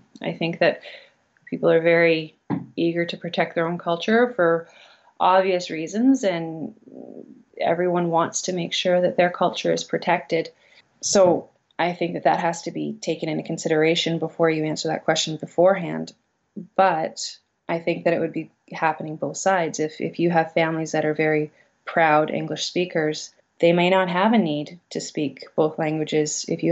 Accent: Canada; I am a Canadian

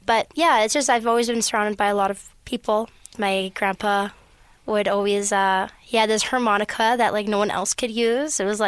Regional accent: Edmonton, Alberta, Canada; growing up in Bonnie Doon, that's the official French quarters

